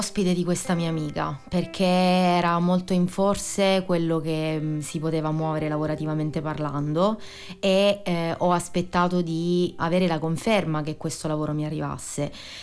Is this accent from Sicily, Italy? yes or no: yes; Taormina, Sicily, Italy; moved away as an adult; also born or lived in Catania, Italy; now in Rome, Italy; ho 35 anni, sono siciliana, sono nata a Taormina e ho vissuto tanti anni a Catania dove ho fatto l'università e sono arrivata a Roma nel 2019, gennaio 2019.